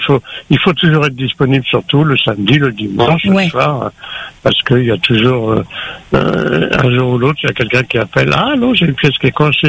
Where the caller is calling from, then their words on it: Sainte-Marie, Réunion; moi, par exemple, je suis à Sainte-Marie